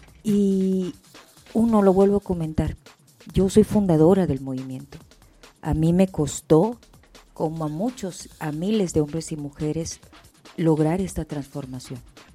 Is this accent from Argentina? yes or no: no; Guaymas, Sonora, Mexico; born there; now in Salamanca, Mexico; Ahí fue donde mi mamá y mi papá decidieron que sus seis hijos nacerían. Yo soy nacida en Guaymas, Sonora.